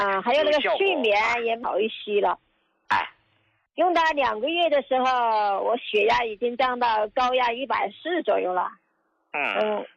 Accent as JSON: {"language": "Chinese", "town": "Xuzhou", "region": "Jiangsu", "country": "China", "said": "我呢是来自江苏徐州的。"}